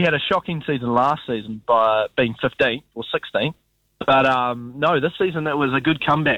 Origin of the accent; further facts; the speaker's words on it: Manchester, North West England, United Kingdom; born there; Yeah, I was born in Manchester.